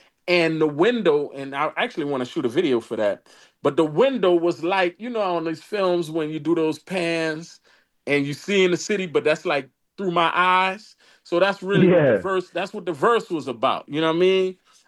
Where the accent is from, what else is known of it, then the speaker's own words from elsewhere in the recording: New Orleans, Louisiana, United States; growing up in New Orleans, you know, we had bumps.